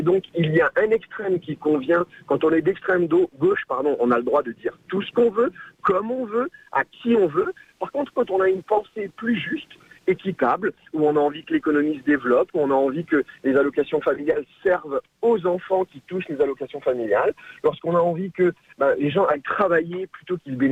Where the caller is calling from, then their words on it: New Caledonia; c'est pas facile quand on est calédonien et qu'on part à 22 000 km pour aller faire ses études